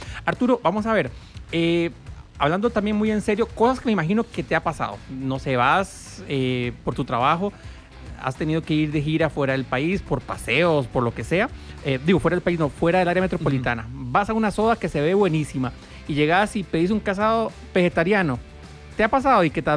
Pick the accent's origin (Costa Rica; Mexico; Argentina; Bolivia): Costa Rica; Porque como ticos, la verdad es que somos muy dados a la chota.